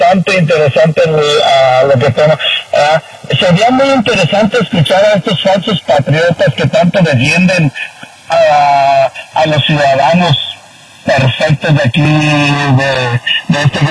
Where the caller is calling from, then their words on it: Sacramento, California, United States; Buenos días, Andrea, a todos en cabina, aquí de Sacramento.